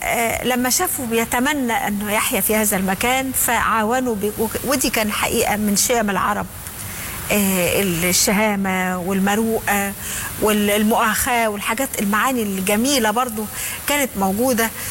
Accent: Egypt; احنا دلوقتي في مصر

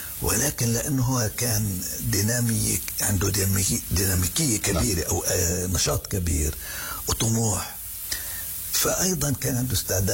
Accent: Palestine; أنه إحنا كثورة فلسطينيين نظل نبقى متمسكين بحقوقنا الثابتة

